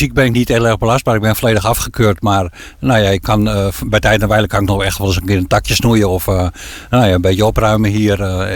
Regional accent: Haarlem, North Holland, Netherlands; now in Tytsjerk, Netherlands; Nou, wij komen bij Tietjerkweg, dus we zijn Fries. Maar ik ben opgegroeid in Haarlem, dus het Fries is nog niet mijn eigen.

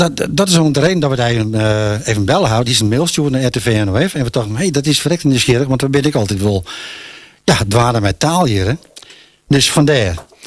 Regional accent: Emmen, Drenthe, Netherlands; ik kom uit Emmen, maar mijn mem is Friesk

